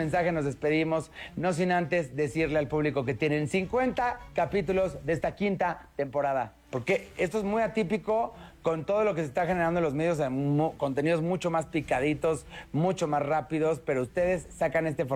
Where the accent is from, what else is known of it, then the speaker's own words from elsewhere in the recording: Mexico; nosotros como mexicanos siempre declaramos que nos encanta la muerte